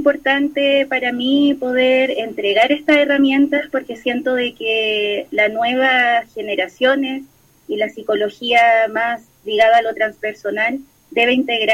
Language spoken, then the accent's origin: Spanish; Concepción, Biobío, Chile; desde el año 2018 que aprendo esta danza en la ciudad de Concepción, que es de donde yo soy